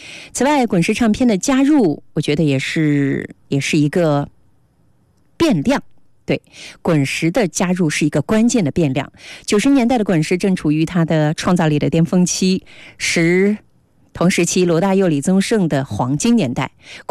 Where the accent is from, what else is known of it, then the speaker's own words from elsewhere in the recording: China; 我们中国人对于大众审美的集体认知